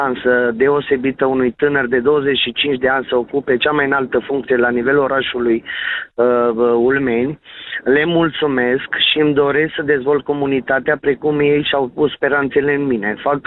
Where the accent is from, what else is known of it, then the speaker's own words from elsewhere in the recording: Romania; suntem români